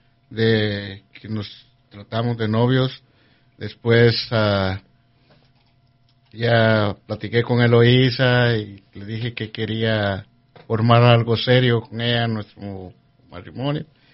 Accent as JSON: {"language": "Spanish", "country": "Guatemala", "moved": "yes", "lives_now": "Sacramento, United States", "said": "en mi país, en Guatemala"}